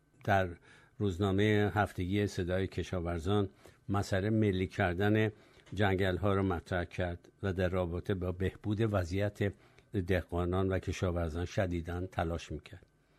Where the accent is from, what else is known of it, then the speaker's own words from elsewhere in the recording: Tehran, Tehran Province, Iran; born there; در یک خانواده طبقه متوسط در تهران متولد شدم.